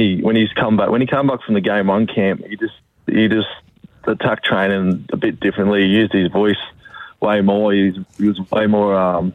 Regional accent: Newcastle, New South Wales, Australia; also born or lived in Manly; I grew up in Newcastle, so yeah, I was born in Manly, and then when I was two, we moved up to Newcastle. So I spent most of my life there.

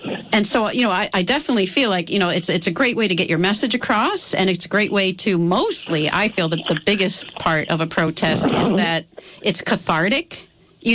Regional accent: Montpelier, Vermont, United States; walking the streets in Burlington, walking the streets in Montpelier, even, which was my hometown for many years.

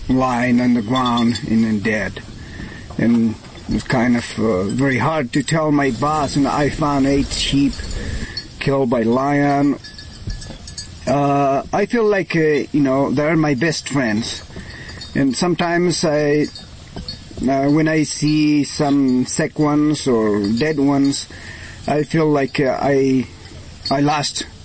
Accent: Huancayo, Junín, Peru; now in United States; I am from Huancayo, Peru, and I work as a sheep herder in the United States.

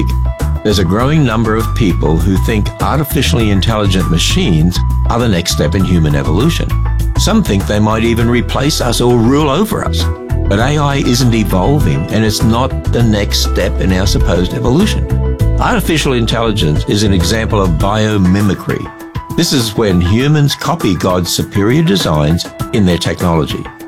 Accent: Australia; moved away; an Aussie transplant

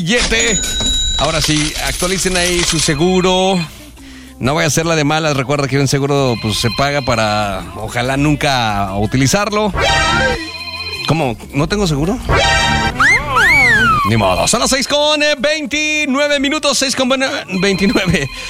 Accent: León, Guanajuato, Mexico; Yo vengo de León y hay muchas palabras que allá no decimos.

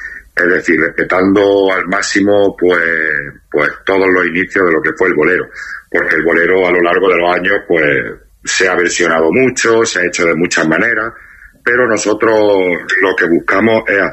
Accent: Jaén, Andalusia, Spain; nosotros somos de Jaén

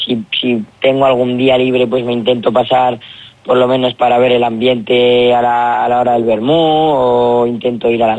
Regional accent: Biota, Aragon, Spain; Yo siempre he sido Biota a muerte, me ha encantado mi pueblo, he disfrutado mucho en él y por eso lo digo orgulloso, ¿no? Que soy de Biota, que no me cuesta decirlo

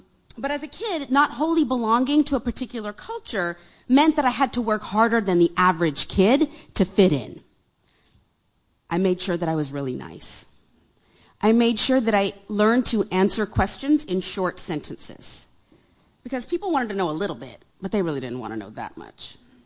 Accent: India; And I would often respond, "Oh, I'm originally from India," because I knew that's the information they were curious about.

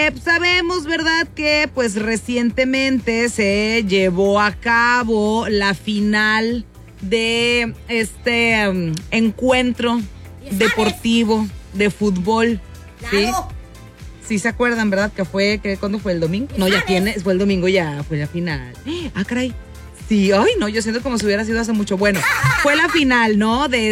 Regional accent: Mexico

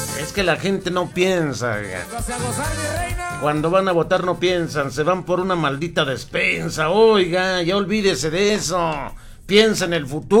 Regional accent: Río Grande, Zacatecas, Mexico

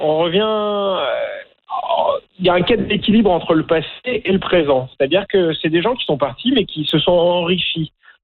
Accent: France; accent: French from France; moved away as an adult; now in Canada; j'ai pas l'accent franco-canadien typique. J'ai un accent français de France. Pourtant, ça va faire 20 ans, plus de 20 ans que je vis au Canada, que je suis canadien

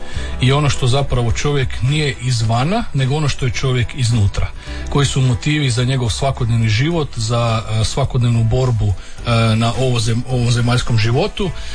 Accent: Croatia; mi često kao Hrvati ne razumijemo recimo koliko je Poljska velika zemlja.

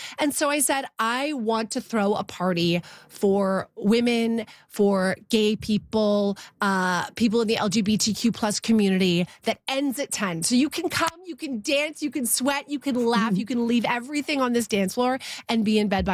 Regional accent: Vancouver, British Columbia, Canada; so excited to come back to my hometown of Vancouver this Saturday.

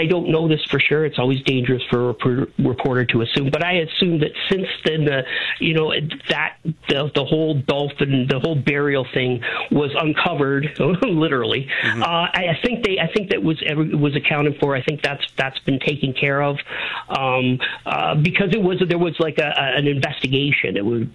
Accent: Pelham, Ontario, Canada; I grew up in Pelham

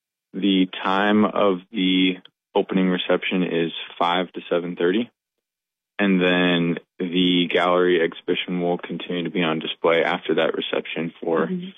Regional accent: Montana, United States; now in Southwest Montana, United States; we've spent the last several years living in Southwest Montana, but we grew up in Northwest Montana.

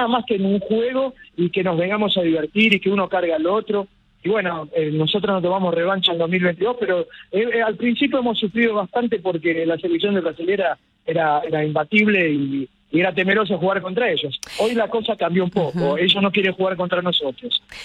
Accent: Argentina; principalmente con el aderezo de que la gente viene a provocarme por causa de que soy argentino.

